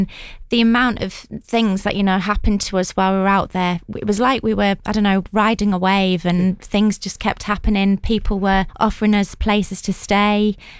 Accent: North East England, United Kingdom; born there; also born or lived in London; I grew up in Herwith, after lived in London when I was younger, did like musical theatre and whatnot down there, and then moved up north, grew up sort of on the River Tees and in the garden in Herwith.

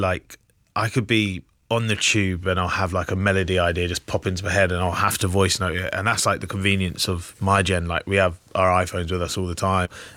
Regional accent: Luton, East of England, United Kingdom; I grew up in Luton

